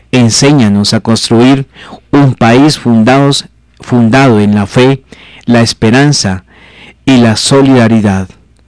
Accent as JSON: {"language": "Spanish", "country": "Colombia", "said": "la oración que como colombianos hoy clamamos la bendición de Dios"}